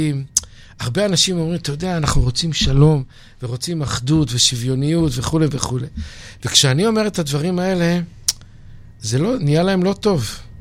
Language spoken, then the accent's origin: Hebrew; Bnei Brak, Tel Aviv District, Israel; אני הרי גדלתי בבני ברק